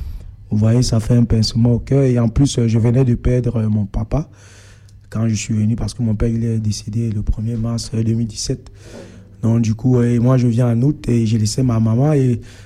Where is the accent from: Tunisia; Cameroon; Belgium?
Cameroon; moved away as an adult; now in France; mon pays d'origine au Cameroun.